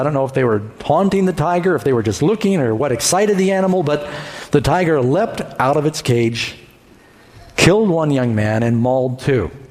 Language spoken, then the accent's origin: English; New York City, New York, United States; because I grew up in New York City.